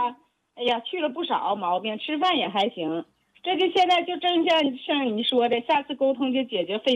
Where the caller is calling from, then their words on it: Siping, Jilin, China; 吉林四平的。